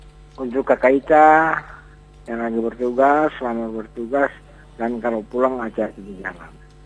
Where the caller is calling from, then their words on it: Manado, North Sulawesi, Indonesia; Orang Manado.